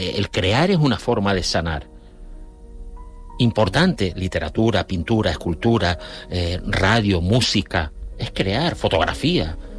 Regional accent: La Orotava, Canary Islands, Spain; Los dos somos de la Orotava.

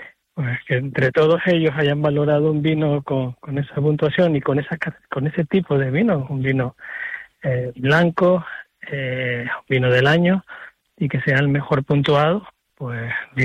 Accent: Canary Islands, Spain

